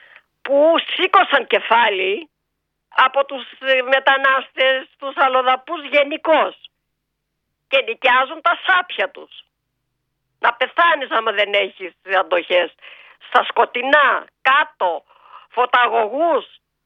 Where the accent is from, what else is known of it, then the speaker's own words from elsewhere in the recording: Ioannina, Epirus, Greece; ήμουνα τα ωραία Γιάννενα, τρελαίνομαι για τα Γιάννενα, καλά δεν πέφτω κάτω, καθόλου, επειδή είναι η πατρίδα μου.